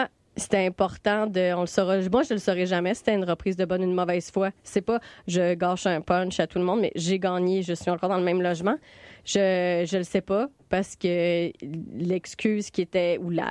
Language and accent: French; Trois-Rivières, Quebec, Canada; born there; now in Montreal, Canada; moi, je suis née à Trois-Rivières, puis quand je suis arrivée à Montréal, puis je disais que j'habitais dans Hochelaga Maisonneuve